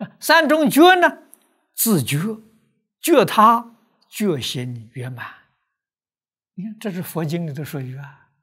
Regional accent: China; 如果就到彼岸这个意思，我们中国人也有讲，中国人讲的什么？讲到家了啊，功夫到家了啊。

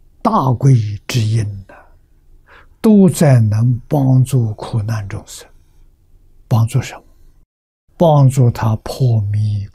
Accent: China; 我们中国人

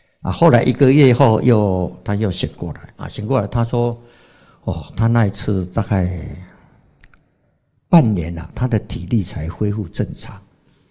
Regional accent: Taiwan; accent: Taiwanese; 老板娘听到我们是台湾口音的啊，讲台语的就特别亲切呀

